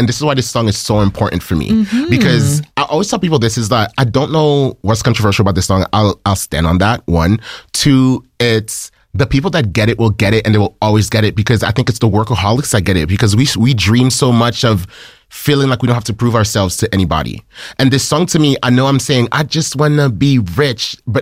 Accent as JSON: {"language": "English", "country": "Haiti", "said": "I can understand why people could think it's controversial because, like, I'm from Haiti, and you know, and I talk to other immigrants and stuff like that."}